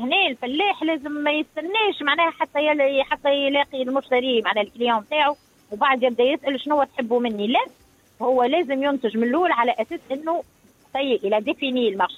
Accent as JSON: {"language": "Arabic", "country": "Tunisia", "said": "انا تونسيه ونحب بلادي ونحب ناكل من خيرات بلادي."}